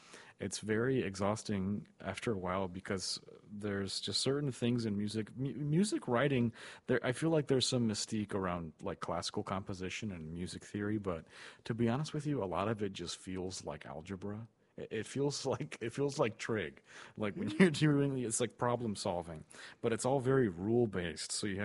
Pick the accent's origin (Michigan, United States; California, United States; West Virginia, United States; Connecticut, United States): California, United States; Santa Paula; I was born in Santa Paula.